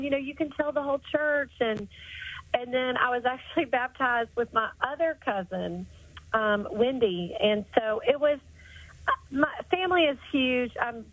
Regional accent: Johnson City, Tennessee, United States; now in North Carolina, United States; I grew up in Johnson City, Tennessee, and went to Tri-Cities Christian, went to Boone Trail Baptist Church

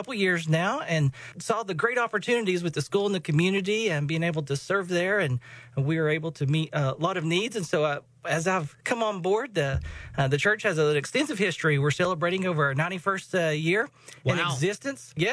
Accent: Sullivan County, Tennessee, United States; moved away as an adult; I grew up here in Northeast Tennessee, in Sullivan County, Carter County area, and had a great chance to be able to meet a lot of people and have friends and family in the area.

